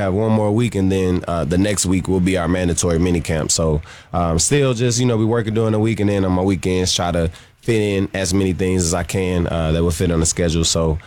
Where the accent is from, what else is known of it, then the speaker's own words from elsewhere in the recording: St. Louis, Missouri, United States; So I'm from St. Louis, so yeah. I have to be, right?